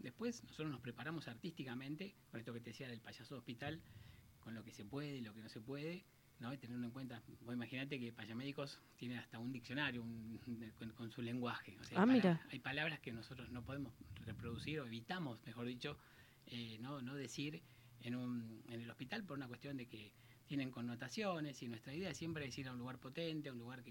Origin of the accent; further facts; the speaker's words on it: San Luis, Argentina; born there; moved away; also born or lived in Buenos Aires; Yo, por ejemplo, me formé en Buenos Aires y, bueno, después me vine a vivir acá. Yo soy de San Luis, nací en San Luis.